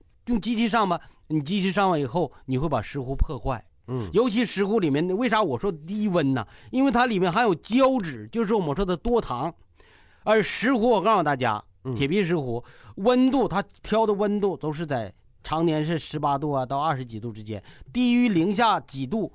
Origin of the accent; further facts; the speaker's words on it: Northeast China, China; 我也是个东北人嘛